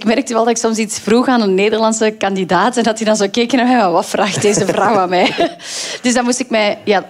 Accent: Antwerp, Belgium; accent: Antwerp; Allee, je kunt daar niet in het Antwerps beginnen.

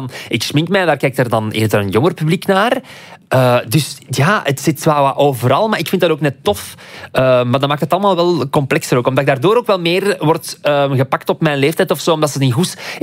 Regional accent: Aalst, Flanders, Belgium; accent: Aalst; En ik heb dezelfde tongval als Aaron. We zijn alle twee van het Aalsterse, van die kant.

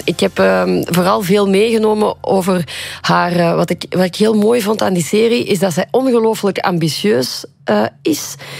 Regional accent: Limburg, Belgium; Ik heb mijn Rome-reis, zoals ze bij ons in Limburg zeiden, opgegeven om fysica en chemie bij te studeren.

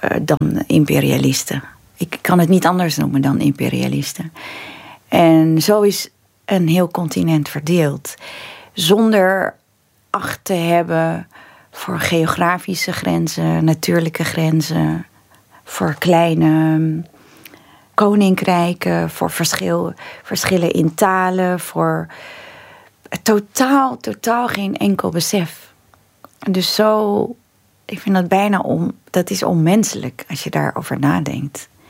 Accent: Tilburg, North Brabant, Netherlands; Wij woonden vlakbij België. Ik ben in Tilburg geboren, dus ik fietste altijd naar België.

